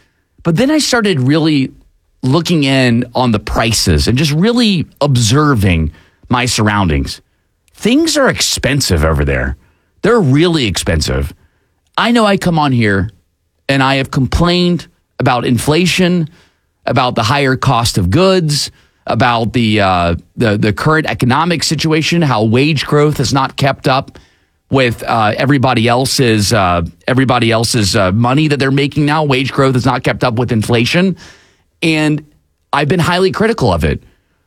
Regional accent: United States; I will always tell you that I am an American

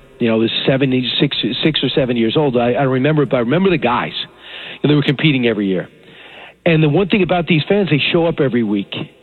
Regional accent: Long Island, New York, United States; I grew up here in Long Island, and, I work in the city now for about 30 years.

